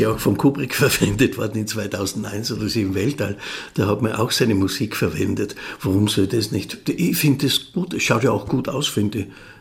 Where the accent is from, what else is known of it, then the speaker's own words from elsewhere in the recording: Mautern, Styria, Austria; also born or lived in Eisenerz; Ich bin in Mautern halt in die Volks- und Hauptschule gegangen